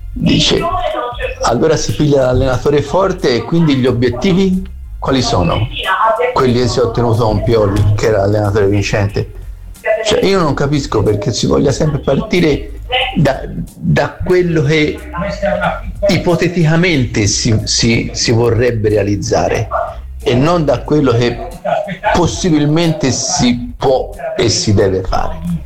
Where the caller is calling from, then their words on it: Pistoia, Tuscany, Italy; da Pistoia